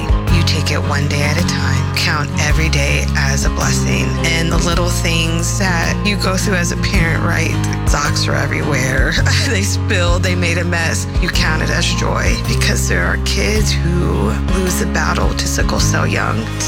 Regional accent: Buckeye, Arizona, United States; We are from Buckeye, Arizona.

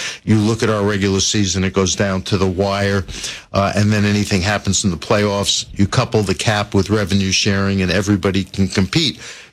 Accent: New York, United States; born or raised there

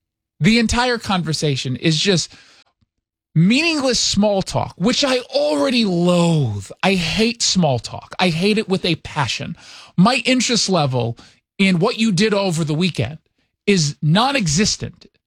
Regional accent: New York, United States; Yeah, she's from New York. Okay. I'm from New York.

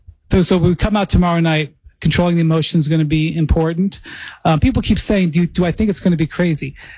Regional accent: New York, United States; I am a New Yorker.

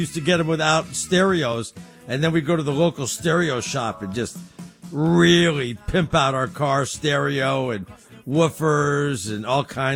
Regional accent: Bronx, New York, United States; also born or lived in Brentwood, Los Angeles; I lived in Brentwood, but we came from the Bronx.

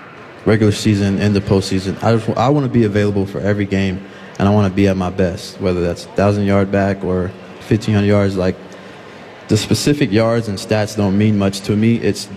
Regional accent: Texas, United States; moved away as an adult; So to leave my hometown of Texas and go all the way to the Midwest was very uncomfortable for me and my family

